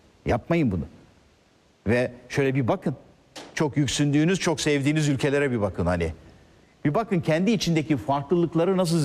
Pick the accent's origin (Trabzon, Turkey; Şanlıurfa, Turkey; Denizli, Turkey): Trabzon, Turkey; Ya ben Trabzonluyum.